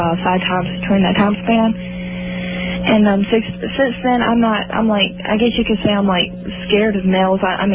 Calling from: Georgia, United States

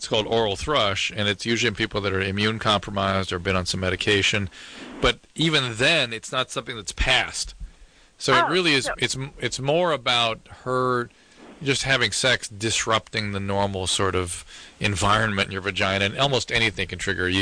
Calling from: Long Beach, California, United States; Long Beach.

